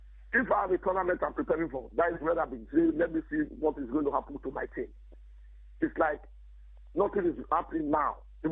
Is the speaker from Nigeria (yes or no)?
yes; Nigeria; Raymond, the truth is that I have to tell you, as a Nigerian, I'm not impressed at all.